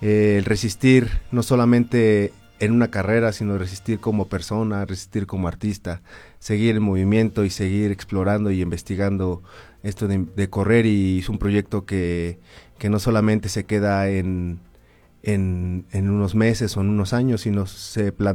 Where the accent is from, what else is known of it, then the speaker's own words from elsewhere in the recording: Pachuca, Hidalgo, Mexico; Soy de aquí de Pachuca, Hidalgo